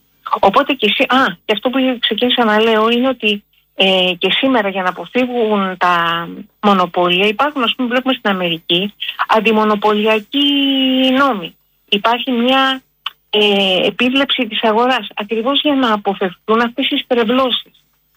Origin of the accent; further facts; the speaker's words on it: Greece; είμαστε τυχεροί που γεννηθήκαμε στην Ελλάδα και δεν γεννηθήκαμε στο Σουδάν.